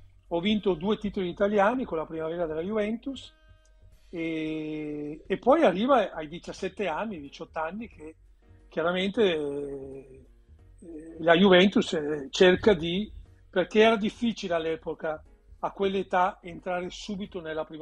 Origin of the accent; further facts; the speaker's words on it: Veneto, Italy; Io giocavo in una squadretta del mio paese, in Veneto